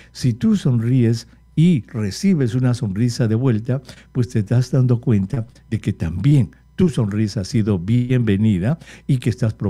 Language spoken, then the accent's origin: Spanish; Recuay, Ancash, Peru; moved away; Ahora que estuve en Perú hace poco, me fui a Recuay, a mi pueblo.